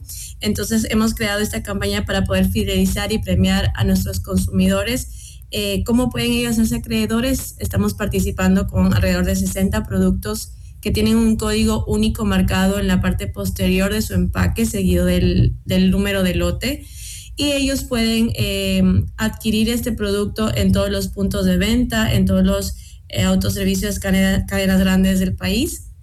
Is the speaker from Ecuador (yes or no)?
yes; Ecuador; Nosotros nos hemos sumado a esta emoción como ecuatorianos